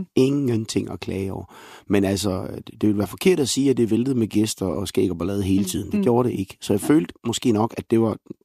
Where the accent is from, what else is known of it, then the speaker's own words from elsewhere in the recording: Viborg, Central Denmark Region, Denmark; så kan jeg jo med det samme mærke gulvtæppet hjemme i Viborg, hvor jeg lå og legede med mine tøjdyr og med mine legoklodser